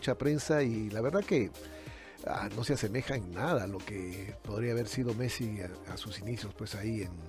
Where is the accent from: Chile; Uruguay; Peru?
Peru; De eso también, sí, de eso se han dado en muchos, en mi país también, en Perú hubo.